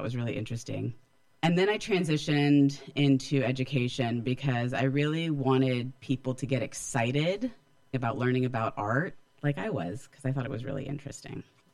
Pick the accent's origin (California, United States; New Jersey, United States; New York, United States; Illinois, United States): California, United States; also born or lived in Las Vegas / Central Valley; now in East Bay, United States; I grew up in Northern California.